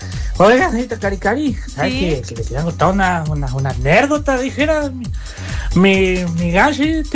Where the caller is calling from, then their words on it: Valdivia, Los Ríos, Chile; Una conductora de la línea del colectivo de acá, de Valdivia.